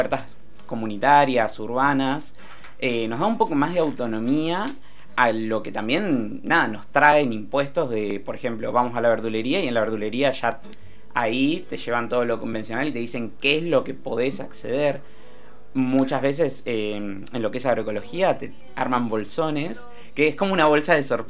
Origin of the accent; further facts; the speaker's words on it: La Plata, Buenos Aires Province, Argentina; born there; Yo soy nacido en Villa Elvira